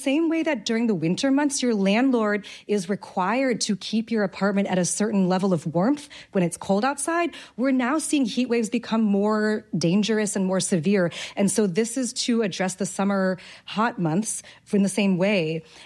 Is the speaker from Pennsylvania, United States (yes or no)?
no; New York, United States; No, I was just kind of curious as a New Yorker